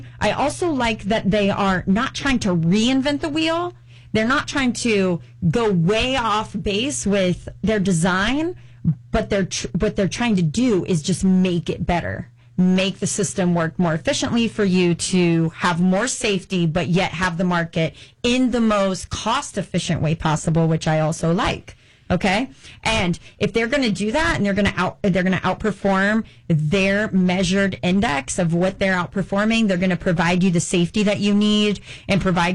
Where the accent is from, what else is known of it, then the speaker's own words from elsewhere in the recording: Indiana, United States; I just am familiar with Ohio. I'm from Indiana.